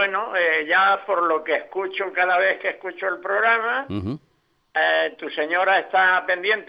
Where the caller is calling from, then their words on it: Santo Tomé, Andalusia, Spain; de Santo Tomé.